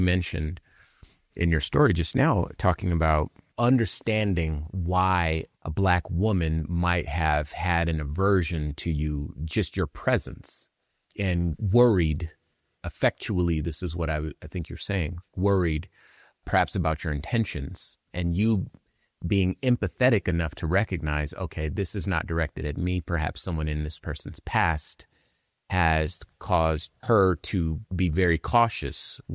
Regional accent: Compton, California, United States; You know, I'm from Compton.

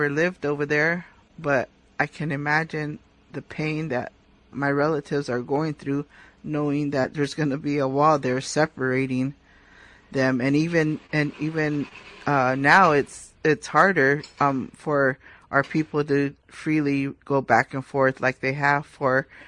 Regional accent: San Francisco, California, United States; I grew up here in San Francisco.

